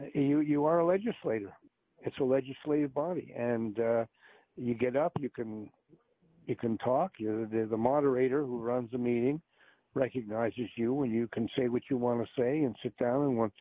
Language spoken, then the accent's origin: English; Montreal, Quebec, Canada; now in Marblehead, United States; My hometown where I grew up was Montreal in Quebec in Canada. But I live in Marblehead, Massachusetts right now